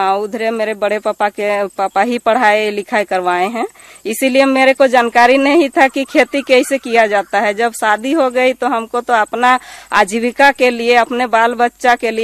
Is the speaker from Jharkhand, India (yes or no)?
yes; Lodhma, Jharkhand, India; मैं ग्राम लोधमा की रहने वाली हूँ और मेरा जिला है रामगढ़। मेरी पढ़ाई है इंटर पास और हम किसान का ही बेटी हैं।